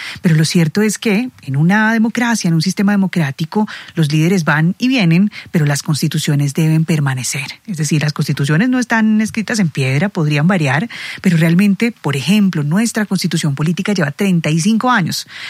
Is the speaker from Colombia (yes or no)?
yes; Colombia